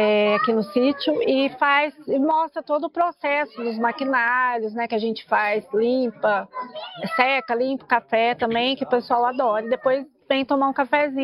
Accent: Espírito Santo do Pinhal, São Paulo, Brazil

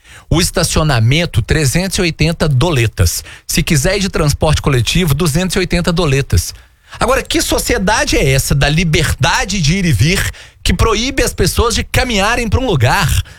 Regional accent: Brazil; Eu falei, não, eu sou brasileiro, um país ocidental.

